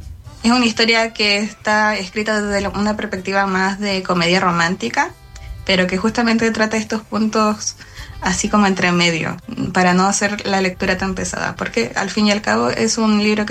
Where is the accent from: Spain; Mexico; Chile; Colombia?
Chile; me lee gente de Chile y yo como, soy querida en mi país.